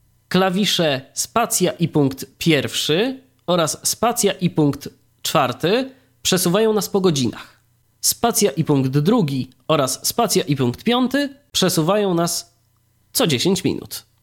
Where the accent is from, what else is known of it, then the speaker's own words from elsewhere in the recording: Iława, Warmian-Masurian Voivodeship, Poland; Czyli moje rodzinne miasto.